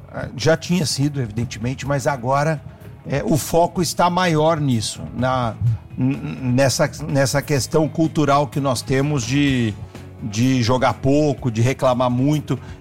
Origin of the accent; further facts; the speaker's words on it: Brazil; nós somos brasileiros